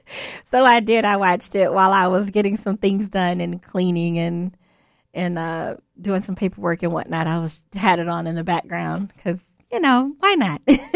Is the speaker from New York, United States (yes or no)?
no; Florida, United States; I grew up in Florida, so I grew up going to Disney as a child